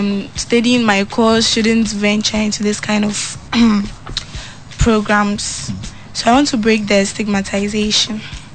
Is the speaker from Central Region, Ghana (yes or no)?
no; Upper East, Ghana; I'm from the Upper East region.